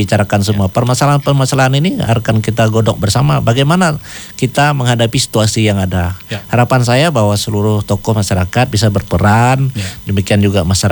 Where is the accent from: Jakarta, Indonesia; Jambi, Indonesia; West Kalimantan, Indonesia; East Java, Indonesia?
West Kalimantan, Indonesia; saya harap anak-anak muda juga sebagai generasi kita orang Dayak